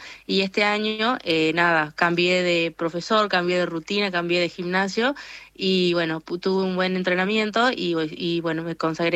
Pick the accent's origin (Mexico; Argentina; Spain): Argentina; northern Argentina; O no pareces argentina, y en realidad es porque soy norteña